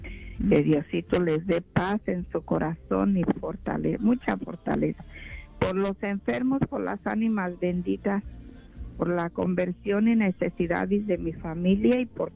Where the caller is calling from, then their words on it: Orange, California, United States; Buenos días, Gaby. … de Orange.